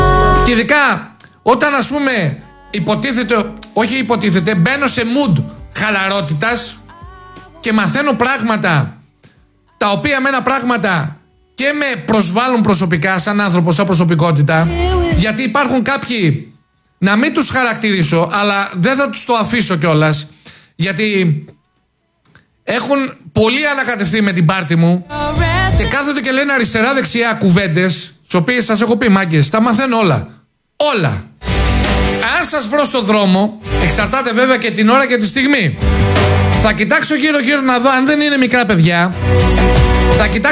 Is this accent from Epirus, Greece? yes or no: yes; Preveza, Epirus, Greece; Πραγματικά ντρέπομαι και εγώ ότι κατάγομαι από Πρέβεζα.